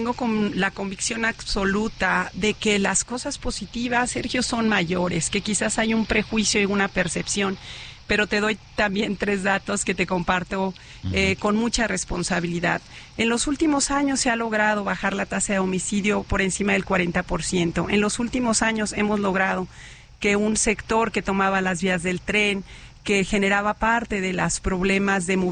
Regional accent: Uruapan, Michoacán, Mexico; yo soy de Uruapan

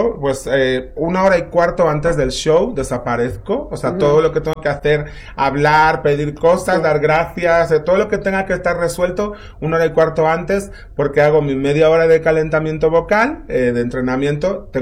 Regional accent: Spain; now in Mexico; Ya me siento como medio mexicano, sobre todo como artista, porque es verdad que aquí me cuidan muchísimo más que en mi país, muchísimo más que en cualquier otro. Y sí me siento ya muy de aquí.

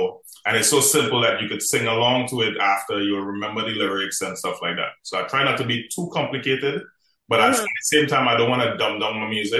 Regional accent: Marbella, Andalusia, Spain; born or raised there

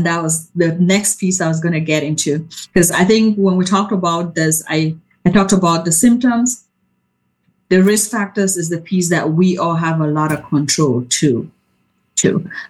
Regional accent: Cameroon; I know I come from Cameroon and soccer is a big thing and a lot of heading of the ball.

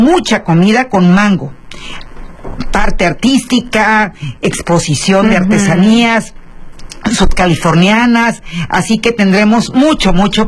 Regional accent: Mexico; Yo soy californiana, y aquí yo siempre recuerdo, digo, ya soy una mujer adulta mayor

